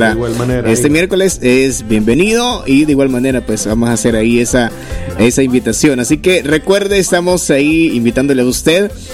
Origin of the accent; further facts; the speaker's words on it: Morazán, El Salvador; somos morazánicos